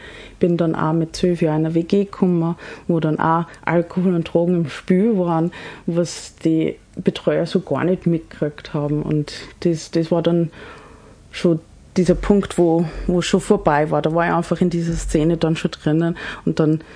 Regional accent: Salzburg, Austria; born there; German is a second language; also born or lived in Canada; Also ich bin als junges Dirndl im Pinzgau gezogen, aus einem fremden Land

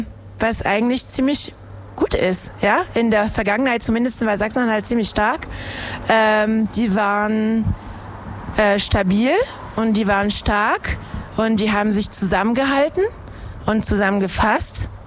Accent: France; now in Harz, Germany; Ich bin Französin.

